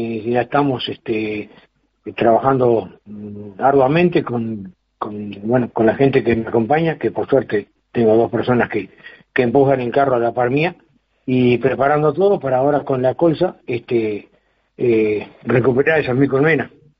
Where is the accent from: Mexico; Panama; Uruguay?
Uruguay; Colonia; Yo soy de Hombre de la Valle, departamento de Colonia, una zona muy agrícola